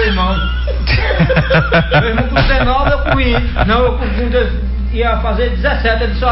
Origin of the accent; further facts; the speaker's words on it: Brejão, Brazil; born there; moved away; Eu sou lá do interior, lá do Brejão